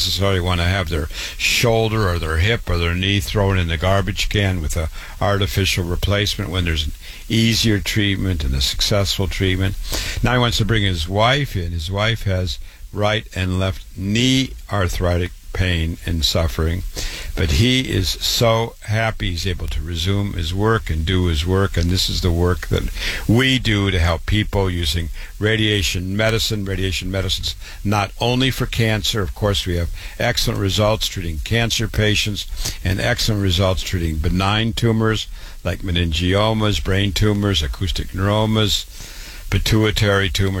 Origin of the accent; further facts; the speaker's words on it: Waterloo, Iowa, United States; now in New York, United States; I was born and raised in Waterloo, Iowa, MD at 25